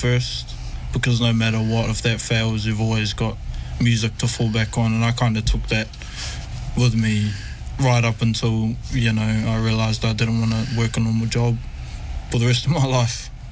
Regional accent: Hamilton, Waikato, New Zealand; Yeah, kia ora whanau … I'm born and raised in Hamilton. My whanau's from Ngāti Kaungunu and Ngāti Kairo and Kawhia.

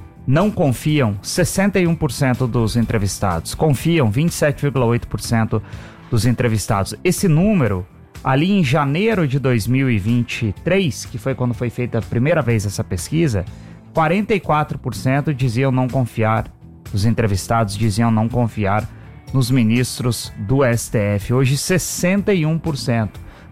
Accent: Brazil; para nós como brasileiros

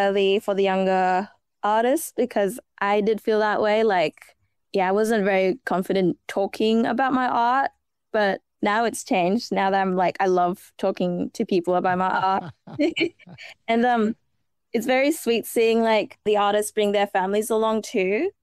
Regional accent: Darwin, Northern Territory, Australia; I am born and bred in Darwin and I'm proud of that.

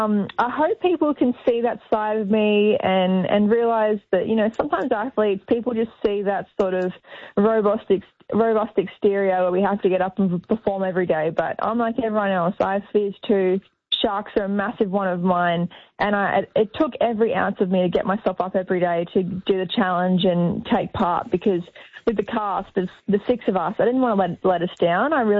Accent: Australia; growing up in Australia

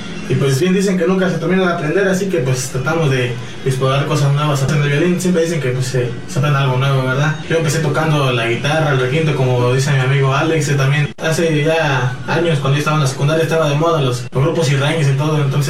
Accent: Huasteca, Mexico; lo que nos identifica como huastecos, como mexicanos.

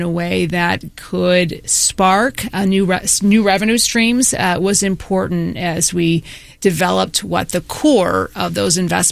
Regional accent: St. Louis, Missouri, United States; I was born in South St. Louis City, raised primarily in the unincorporated St. Louis County area. So I went to Parkway Schools.

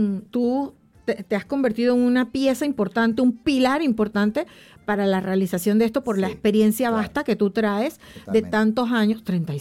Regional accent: Panama; Porque nosotros panameños somos. Panameño, sí.

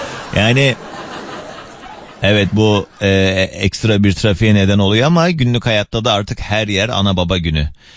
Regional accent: Istanbul, Turkey; born there; Ben İstanbul doğumluyum. Karslı olabilirim. Ama bizim köyümüz yok. Bizim köyümüz, biz Kars'ta da merkezde doğmuşlar.

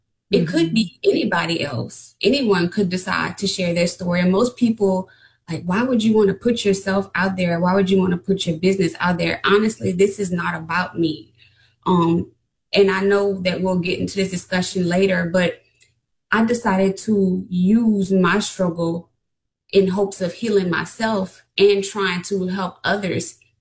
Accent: Louisiana, United States; I was born and raised in Acadiana, which is around 50 minutes from Southern University, where I currently reside in Lafayette

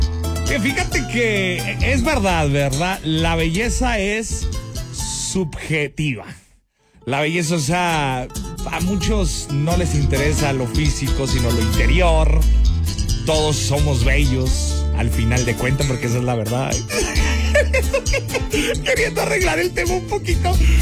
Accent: Mexico

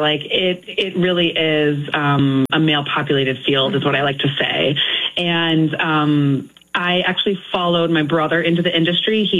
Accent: Los Angeles, California, United States; now in Chicago, United States; So I grew up in Los Angeles, headed over to Chicago. My husband's from the area, been here for the last 14 years.

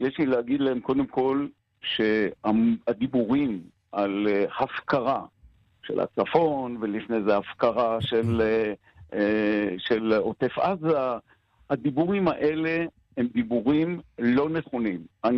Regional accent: Ein Gev, Northern District, Israel; now in Golan Heights; אני גדלתי בקיבוץ אינגר. כל ילדותי, רמת הגולן רבצה כפשוטו מעל קיבוץ אינגר

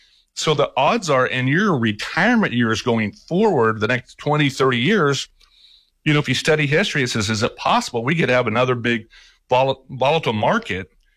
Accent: Midwest, United States; growing up in the Midwest on a farm, doing chores

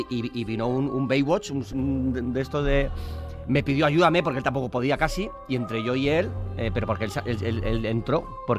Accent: San Sebastián, Basque Country, Spain

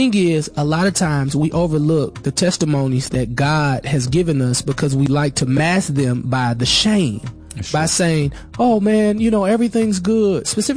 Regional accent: St. Louis, Missouri, United States; I come from St. Louis, Missouri, and I still have friends with names like No Sage, Old Maze, and Scarecrow, which will let you know that, you know, I kind of come up from the hood

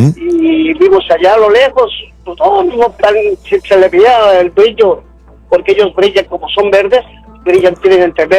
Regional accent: Puebla, Mexico; now in Los Angeles, United States; Mira, yo soy de México. Soy de Puebla.

